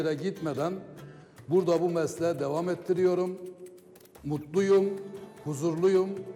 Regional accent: Gaziantep, Turkey; 1970 Gaziantep doğumluyum. Antep'in yerlisiyim.

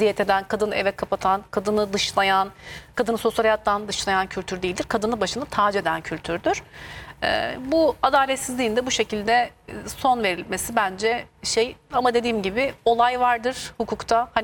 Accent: Tokat, Turkey; memleketim Tokat'ın

